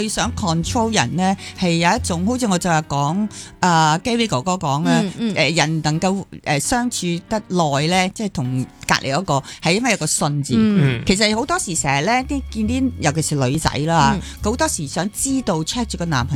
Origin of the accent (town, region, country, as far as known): Hong Kong